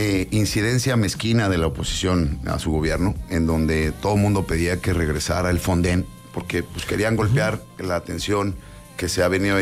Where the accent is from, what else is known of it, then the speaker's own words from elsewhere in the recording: Sonora, Mexico; born there; now in Querétaro, Mexico; Yo soy un queretano nacido en Sonora, llegué a vivir a Querétaro en el 2009